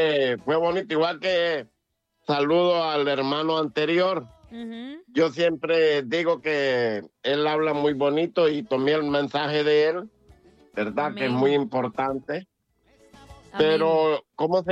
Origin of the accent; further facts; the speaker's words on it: Honduras; Pena sentía yo como hondureño.